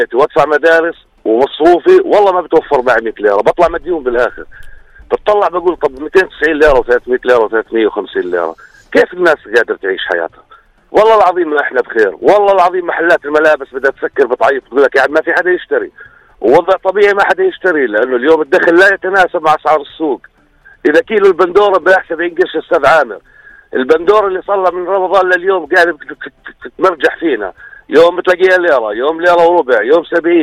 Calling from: Jordan; اي دراسه عندنا بالاردن

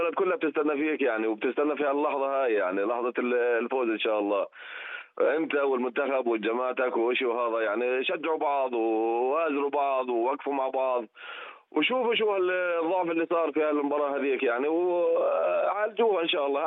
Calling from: Jordan; هون عندنا بالاردن

